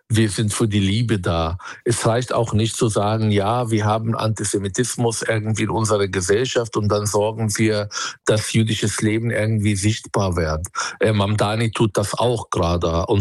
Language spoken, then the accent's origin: German; Israel; auch vor allem als Palästinenser, als Israeli.